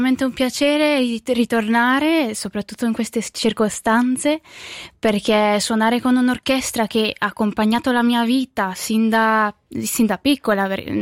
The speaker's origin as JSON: {"language": "Italian", "town": "Lugano", "region": "Ticino", "country": "Switzerland", "tie": "born or raised there", "said": "E io ho vissuto a Lugano da tutta la mia vita"}